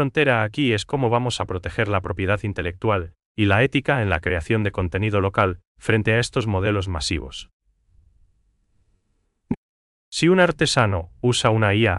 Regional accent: Paraguay; ese trato personalizado que nos caracteriza como paraguayos

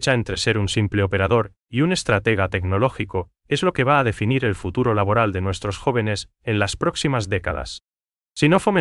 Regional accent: Paraguay; asegurando que el progreso no signifique una erosión de lo que nos hace únicos como paraguayos.

